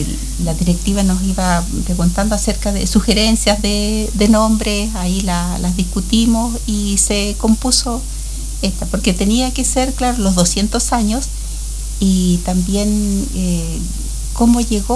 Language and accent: Spanish; Coyhaique, Aysén, Chile; also born or lived in Chile Chico / Cochrane; yo nací en Chile Chico, me crié en Cochrane, también acá en Coyhaique, soy como de Coyhaique.